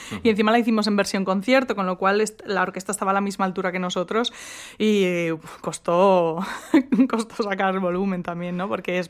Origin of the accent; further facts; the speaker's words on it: Basque Country, Spain; como buena vasca, pues tengo todas las S's que encima a mí me silban un montón.